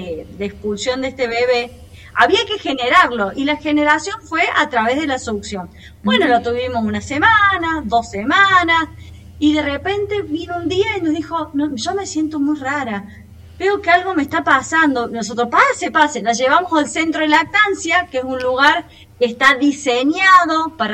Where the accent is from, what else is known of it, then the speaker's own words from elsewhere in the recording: Córdoba, Argentina; moved away as an adult; now in Neuquén, Argentina; nací en Córdoba